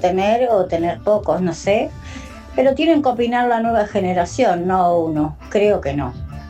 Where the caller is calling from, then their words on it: Florencio Varela, Buenos Aires Province, Argentina; de Florencio Varela.